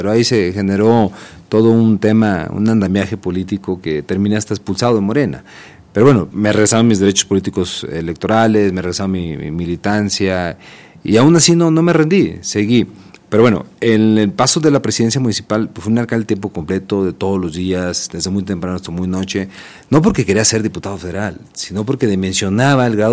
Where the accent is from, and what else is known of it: Zacatecas, Mexico